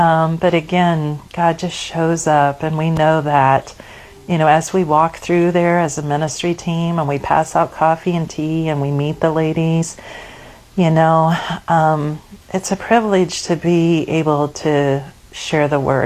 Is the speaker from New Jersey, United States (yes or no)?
no; Alaska, United States; moved away as an adult; also born or lived in Florida; I grew up here in Alaska. I was born and raised here in Alaska. But I had moved to Florida, where I met my husband.